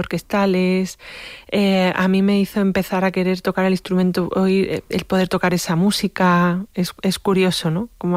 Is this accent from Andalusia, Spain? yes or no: yes; Málaga, Andalusia, Spain; Pues soy malagueña uh-huh. Y he veraneado en Málaga